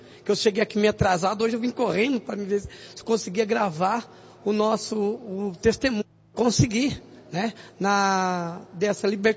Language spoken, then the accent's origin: Portuguese; Poá, São Paulo, Brazil